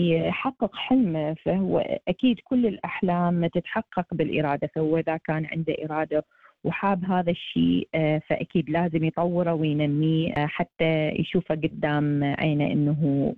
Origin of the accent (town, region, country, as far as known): Iraq; moved away